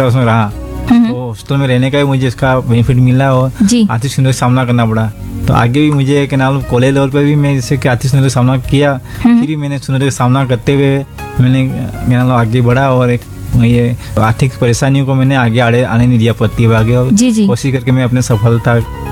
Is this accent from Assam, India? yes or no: no; Anandpuri, Rajasthan, India; मैं गांव का रहने वाला हूँ आनंदपुरी का।